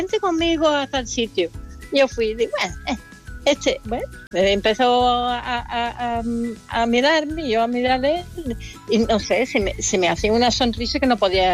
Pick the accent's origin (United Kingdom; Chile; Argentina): United Kingdom; South West England; Spanish is a second language; Yo soy de Gloucestershire. Eso, no sé, vamos, bueno, para explicarlo fácilmente a la gente. Mitad de entre Birmingham y Bristol.